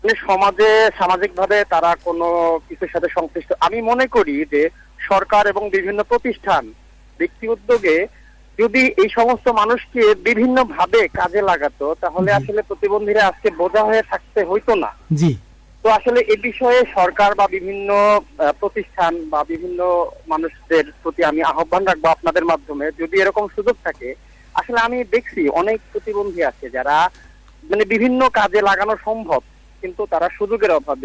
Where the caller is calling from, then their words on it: Rangpur, Rangpur Division, Bangladesh; কথা বলছিলাম রংপুর থেকে